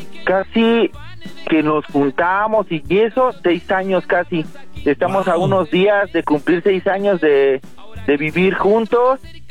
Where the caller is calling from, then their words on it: San José del Rincón, State of Mexico, Mexico; En el Estado de México, en un municipio que se llama San José del Rincón.